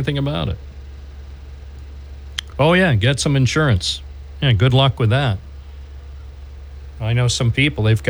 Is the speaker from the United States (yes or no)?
yes; Endicott, New York, United States; also born or lived in Endwell; When I was growing up in Endwell and Endicott